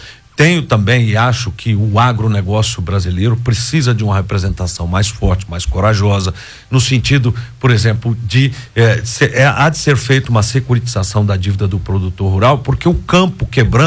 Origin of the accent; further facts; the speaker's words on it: Formosa, Goiás, Brazil; Eu sou do entorno, eu sou lá de Formosa